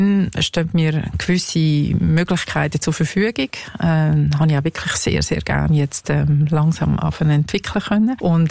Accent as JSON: {"language": "German", "country": "Switzerland", "tie": "born or raised there", "said": "in den 70er Jahren in meinem Geburtsort Schweiz, wo ich aufgewachsen bin"}